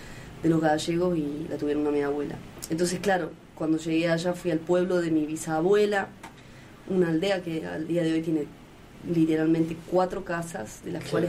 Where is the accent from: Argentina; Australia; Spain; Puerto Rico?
Argentina; Córdoba; Yo vengo de Córdoba, no existe el mar.